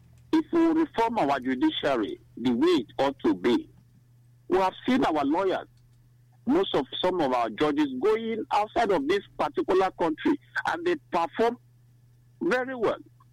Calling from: Nigeria; I'm calling from Babi Nimbo.

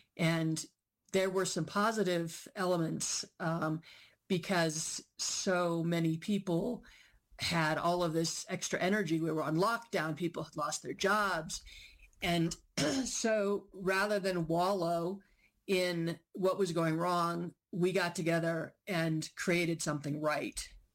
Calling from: Santa Fe, New Mexico, United States; I'm calling in from Mogapoge Owinge, otherwise known as Santa Fe, New Mexico.

